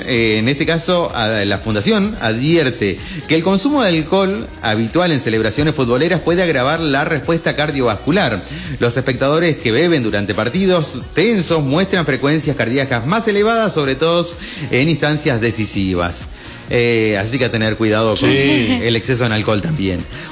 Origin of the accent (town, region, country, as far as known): Argentina